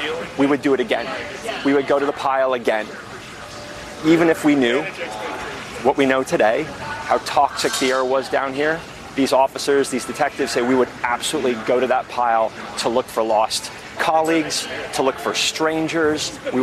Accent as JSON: {"language": "English", "town": "Detroit", "region": "Michigan", "country": "United States", "tie": "born or raised there", "moved": "yes", "said": "I grew up in Detroit, outside of Detroit"}